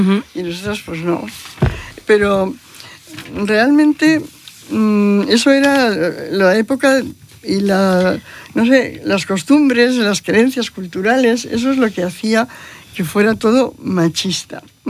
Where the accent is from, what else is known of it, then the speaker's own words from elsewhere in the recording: Vitoria-Gasteiz, Basque Country, Spain; nosotros tenemos un grupo, que somos todos del Gasteiz también